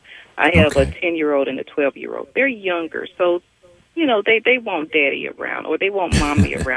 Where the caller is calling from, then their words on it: Fayetteville, North Carolina, United States; I'm calling from Fayetteville, North Carolina.